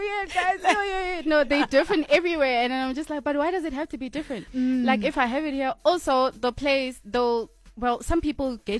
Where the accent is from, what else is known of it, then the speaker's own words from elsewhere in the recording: Polokwane, Limpopo, South Africa; I'm from Polokwane.